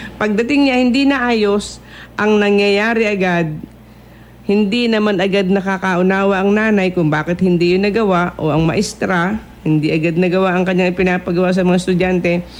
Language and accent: Tagalog; Bulacan, Central Luzon, Philippines; sa amin sa Bulacan